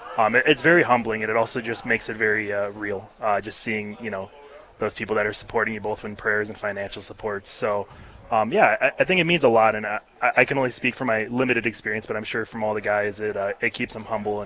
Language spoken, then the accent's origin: English; Twin Cities, Minnesota, United States; now in Fargo, United States; I grew up in the Twin Cities, but I've been up in the Fargo community since college. Came up in 2017.